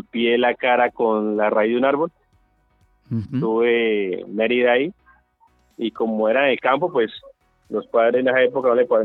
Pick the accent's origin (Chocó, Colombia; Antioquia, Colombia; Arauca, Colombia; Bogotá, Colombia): Arauca, Colombia; Puerto Rondón; born there; now in Arauca, Colombia; soy del departamento de Arauca, nací en un municipio de nuestro departamento, en Puerto Rondón, Arauca. En ese momento me encuentro radicado en la capital de Arauca, en el departamento, Arauca, en la capital.